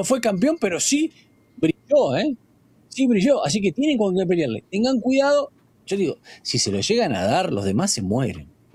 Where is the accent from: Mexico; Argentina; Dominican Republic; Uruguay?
Argentina; soy argentino